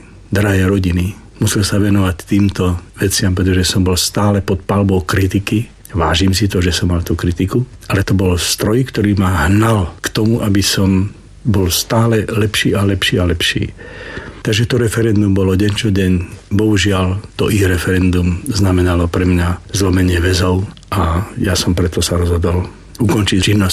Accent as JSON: {"language": "Slovak", "region": "eastern Slovakia", "country": "Slovakia", "said": "Viete, ja som chlapec z východu a každý hovorí o východňare, že sú strašne tvrdé palice."}